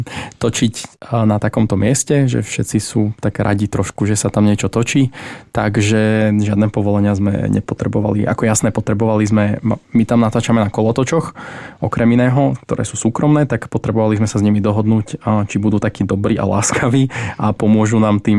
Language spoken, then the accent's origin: Slovak; Michalovce, Košice Region, Slovakia; ja som z Michaloviec